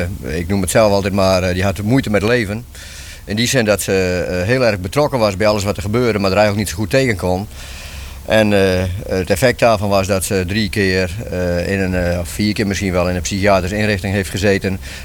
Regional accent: Lippenhuizen, Friesland, Netherlands; dat is de streek waar ik ben geboren. Lippenhuizen, zeg ze in het Fries, Lippenhuizen, ja. In fatsoenlijk Nederlands. Nou, daar ben ik geboren in 1943.

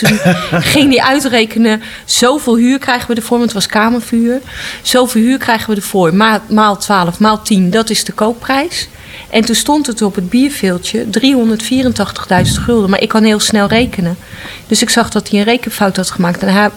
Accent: Utrecht, Netherlands; born there; Ik ben op de Oude Gracht geboren.

